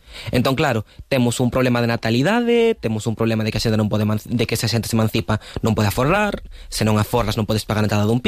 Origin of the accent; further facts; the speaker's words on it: A Coruña, Galicia, Spain; Sí, a ver, eu son coruñés, e, por exemplo, meus pais, a primeira vez que se mudaron, foi a un piso de protección oficial